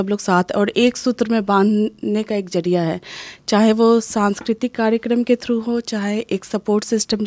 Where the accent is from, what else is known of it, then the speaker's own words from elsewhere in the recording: Ranchi, Jharkhand, India; moved away as an adult; मैं रांची से हूँ